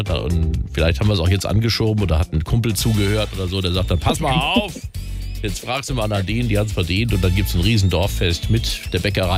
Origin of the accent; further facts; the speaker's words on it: Germany; Weil bei uns zum Beispiel im kleinen Dorf, das hat weniger als 400 Einwohner im Westerwald, wo ich herkomme, da kommt eben nur dezentral die Versorgung.